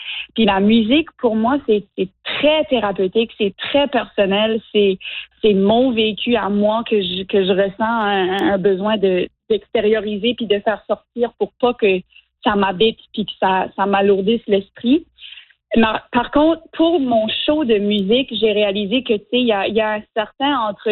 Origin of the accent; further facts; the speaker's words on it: Nova Scotia, Canada; Ouais, ben tu sais, venant de, tu sais, j'ai grandi à Sitka en Nouvelle-Écosse, hein, ça fait nous autres. Le français, la francophonie a été beaucoup, beaucoup assimilée.